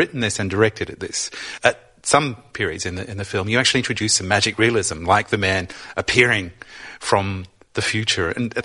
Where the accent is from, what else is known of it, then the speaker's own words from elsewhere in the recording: Australia; I'm an Australian, yeah. And I come from an island, I always say, and it's quite different as well.